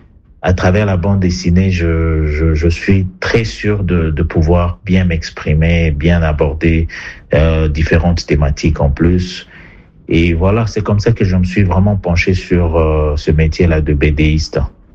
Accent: Bukavu, South Kivu, DR Congo; Je suis marié, père de 4 enfants. Je suis né dans le Kivu, à l'est de la République démocratique du Congo, à Bukavu plus précisément.

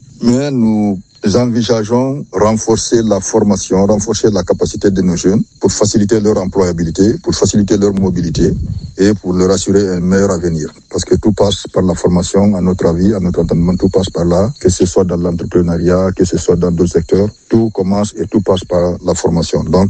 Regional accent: Labé, Labé Region, Guinea; also born or lived in Conakry; je suis guinéen, je viens de la ville de Labbé, précisément la sous-préfecture de Diari.

